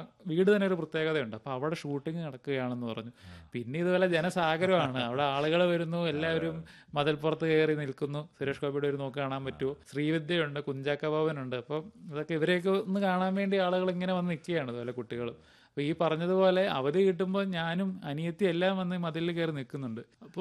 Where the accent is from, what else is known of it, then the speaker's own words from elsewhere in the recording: Kerala, India; now in Ernakulam, India; എന്റെ നാട്ടിലും തൊടുപുഴ അടുത്ത ഒരു ഗ്രാമത്തിലായിരുന്നു.